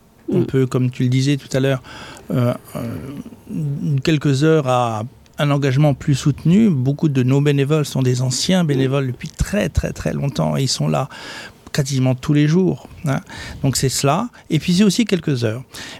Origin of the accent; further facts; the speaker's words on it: Brittany, France; also born or lived in abroad; je ne suis pas beauvaisien, je ne suis même pas picard. Je suis d'origine de Bretagne, avec un long parcours à l'étranger, comme je l'ai dit.